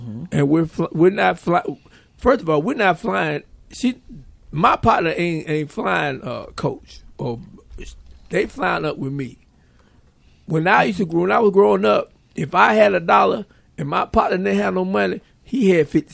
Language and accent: English; Atlanta, Georgia, United States; I'm from Atlanta.